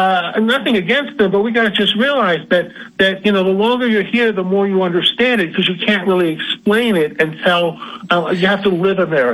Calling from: Johnstown, Pennsylvania, United States; Hey, Al, this is … again from Johnstown.

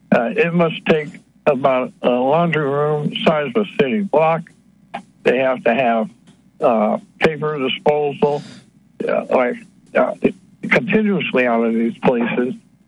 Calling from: Ohio, United States

